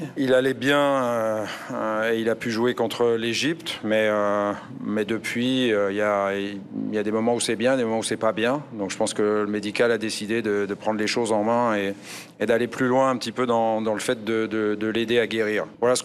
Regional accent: France; Moi, je suis français, donc je connais bien Godos aussi, qui a joué à Amiens.

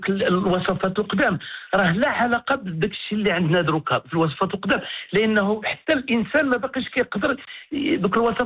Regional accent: Morocco; عندنا في المغرب

